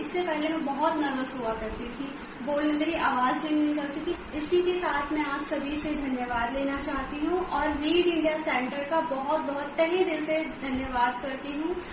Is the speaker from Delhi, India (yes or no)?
yes; Delhi, India; नमस्कार दोस्तों … और मैं दिल्ली से हूँ।